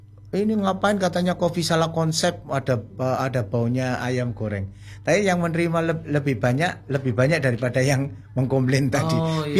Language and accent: Indonesian; Karangploso, East Java, Indonesia; Jadi saya di Karangploso juga, daerah yang mulai berkembang sebenarnya, salah satu di Kabupaten Malang yang berkembang.